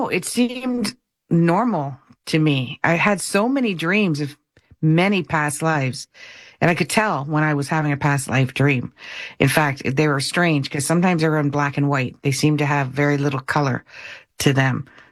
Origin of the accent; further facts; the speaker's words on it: Windsor, Ontario, Canada; born there; I was Detroit, as a Windsorite would say, because I was born in Windsor, Taggers. See, in Canada, we say Tigers.